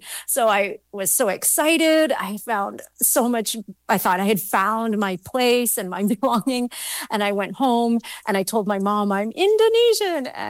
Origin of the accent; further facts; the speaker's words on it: Calgary, Alberta, Canada; As you said, I was born and raised in Calgary in the mid 70s and 80s. So back then it was a very different city.